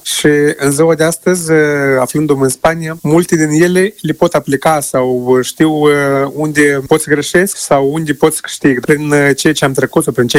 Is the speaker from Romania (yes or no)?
no; Moldova; moved away as an adult; now in Spain; Nu sunt italian, sunt moldovean.